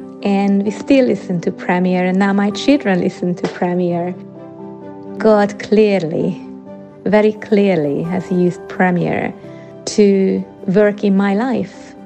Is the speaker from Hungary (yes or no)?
yes; Hungary; now in United Kingdom; I grew up in Hungary, and the church there is very different than the one we have here in the UK.